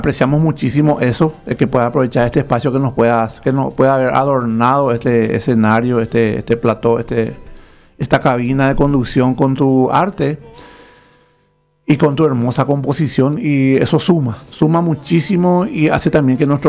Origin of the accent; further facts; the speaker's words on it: Paraguay; parte de nuestra cultura en Paraguay.